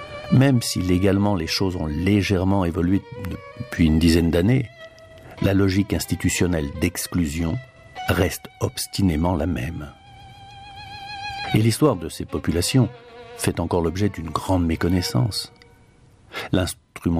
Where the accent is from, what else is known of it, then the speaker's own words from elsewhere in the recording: Paris, Île-de-France, France; born there; Quand j'étais jeune à Paris